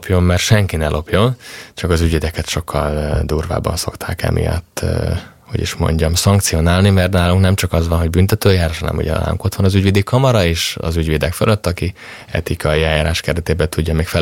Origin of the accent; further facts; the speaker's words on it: Nagykanizsa, Zala, Hungary; Én Zalából származom, Zala megyéből, Nagykanizsán nőttem föl